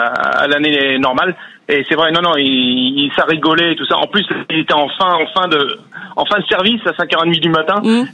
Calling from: Sainte-Maure-de-Touraine, Centre-Val de Loire, France; Alors, je suis en sud de Touraine, je suis à Sainte-Maure-de-Touraine, comme le fromage de chèvre.

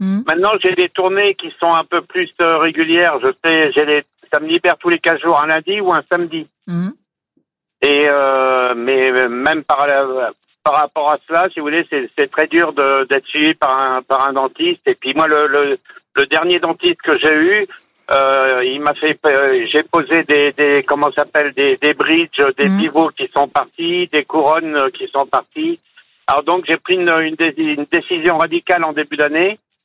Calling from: Guérande, Pays de la Loire, France; moi, j'habite auprès de Guérande.

